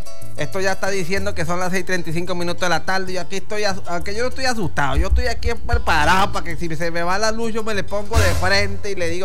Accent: Valle de la Pascua, Guárico, Venezuela; yo soy llanero, pero llanero fino

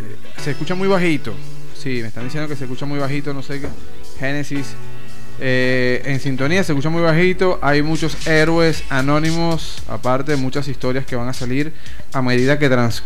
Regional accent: Venezuela; nosotros como venezolanos

